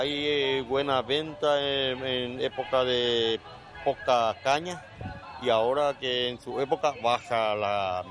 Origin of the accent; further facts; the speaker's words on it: Arroyos y Esteros, Cordillera, Paraguay; yo soy de San Antonio